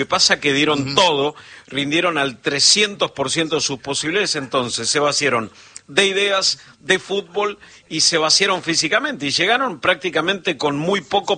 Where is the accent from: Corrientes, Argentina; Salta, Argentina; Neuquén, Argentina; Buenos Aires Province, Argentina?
Buenos Aires Province, Argentina; Lanús; born there; porque yo nací en Lanús